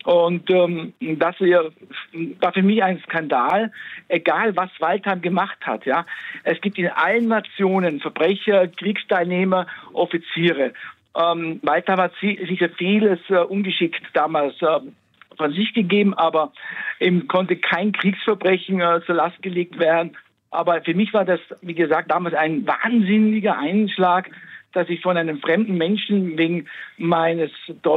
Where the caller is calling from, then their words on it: Austria; wegen der deutschen Sprache, wegen meiner Abstammung und weil ich noch dazu Österreicher war